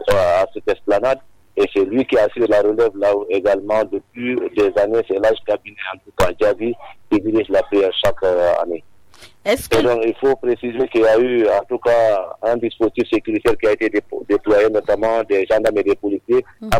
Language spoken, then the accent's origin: French; Guinea; actuellement, je suis à Kassia 2, mon quartier natal.